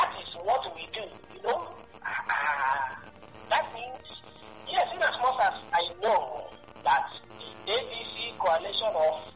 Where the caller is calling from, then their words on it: Aba, Abia, Nigeria; I'm calling from Abba.